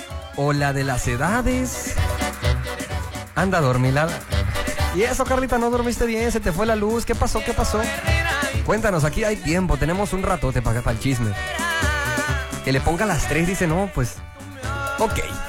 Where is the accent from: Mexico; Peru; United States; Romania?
Mexico; Es un deber como mexicano, la verdad, la verdad.